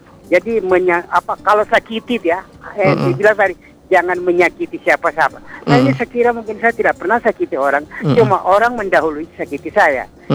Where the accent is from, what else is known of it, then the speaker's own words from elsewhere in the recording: Palu, Central Sulawesi, Indonesia; saya lahir di Indonesia, besar di Haji Hayun, Besusu Barat